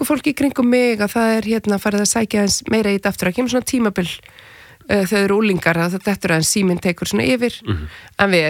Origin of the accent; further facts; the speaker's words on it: Reykjavík, Capital Region, Iceland; also born or lived in Spain / Copenhagen; Já, ég borgabarn, ég bara ólst upp í Vesturbænum.